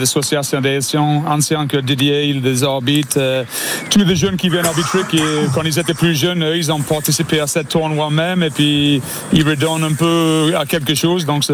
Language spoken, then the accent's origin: French; England, United Kingdom; French is a second language; now in France